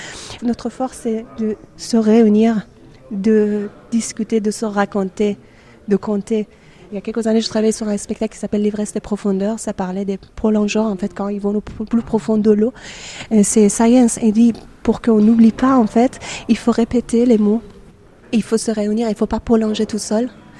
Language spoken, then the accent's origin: French; Iran; moved away; j'ai pris cette décision de venir en Iran. Je l'ai dit une fois, j'étais à 3h, 4h de chez moi.